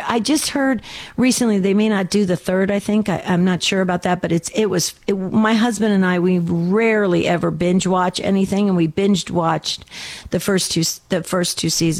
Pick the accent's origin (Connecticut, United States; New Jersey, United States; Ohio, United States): New Jersey, United States; moved away; I miss my New Jersey days. I grew up in northern New Jersey. We used to go down to the ocean all the time.